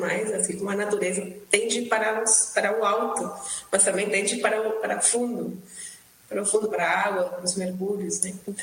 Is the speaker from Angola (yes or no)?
no; Colombia; Portuguese is a second language; now in Brazil; Eu sou colombiana e estou morando no Brasil há um tempo e buscando, mesmo com meu sotaque, que não é possível de fugir dele